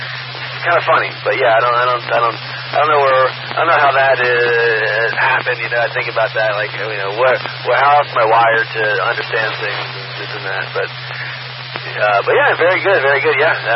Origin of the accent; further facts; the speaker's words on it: Philadelphia, Pennsylvania, United States; growing up in Philadelphia